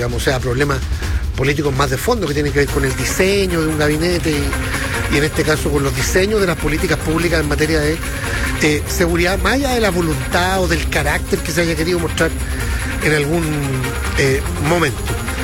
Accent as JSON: {"language": "Spanish", "country": "Chile", "said": "pero somos racistas los chilenos, ¿no?"}